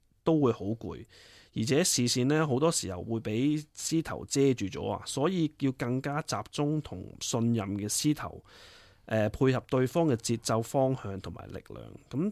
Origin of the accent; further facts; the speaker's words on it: China; now in Brisbane, Australia; 尤其是我哋身处喺外国啊，喺 Brisbane 啦，咁作为中国人咧，反而会更加想小朋友去接触翻自己嘅文化